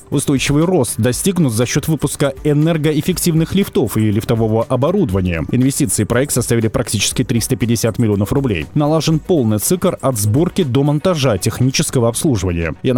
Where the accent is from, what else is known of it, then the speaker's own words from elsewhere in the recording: Dagestan, Russia; я сейчас хочу обратиться к своим землякам-дагестанцам